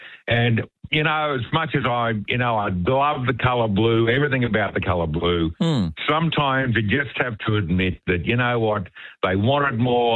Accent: Queensland, Australia; I am a Queenslander.

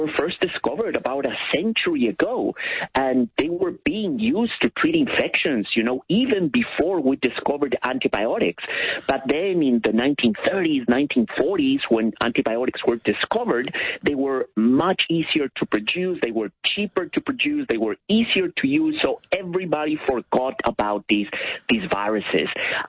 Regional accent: Ecuador; moved away as an adult; now in Victoria, Australia; I am originally from Ecuador. Yes, I've been here in Australia for almost 10 years. Excitingly, I will become an Australian citizen next week.

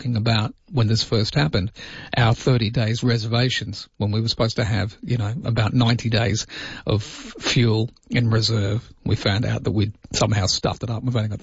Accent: Inglewood, Western Australia, Australia; I went to this house that I grew up in Inglewood in 9th Avenue, top of the hill

